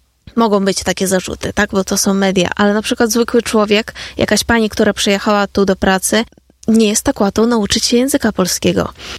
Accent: Ukraine; Polish is a second language; moved away as an adult; now in Poland

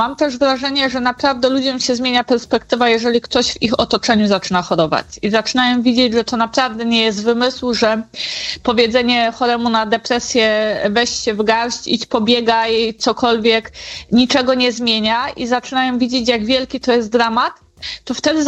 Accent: Rybnik, Silesian Voivodeship, Poland; Ja się wychowywałam w zasadzie kawałeczek od szpitala psychiatrycznego w Rybniku

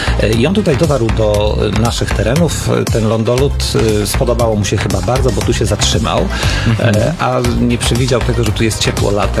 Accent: Płock, Masovian Voivodeship, Poland; u nas w Płocku

